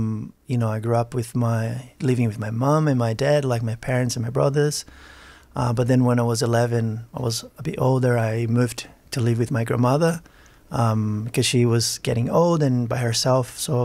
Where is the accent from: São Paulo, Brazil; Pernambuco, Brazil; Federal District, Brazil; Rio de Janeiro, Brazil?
São Paulo, Brazil; moved away as an adult; now in Australia; I feel like even living here for 12 years, the reference from growing up in Brazil is still very strong.